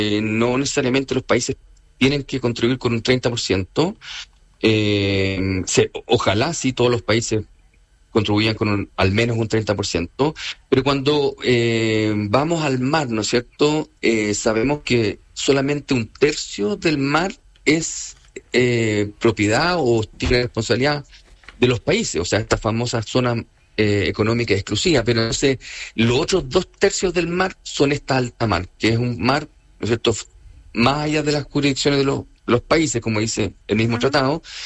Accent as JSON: {"language": "Spanish", "country": "Chile", "said": "a nosotros como chilenos trabajando en Chile"}